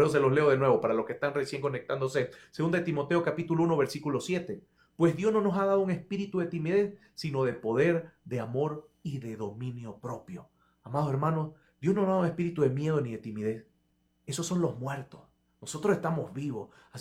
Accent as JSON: {"language": "Spanish", "town": "Santa Cruz de la Sierra", "region": "Santa Cruz", "country": "Bolivia", "said": "en mi ciudad, en Santa Cruz de la Sierra, es famosa la carne asada"}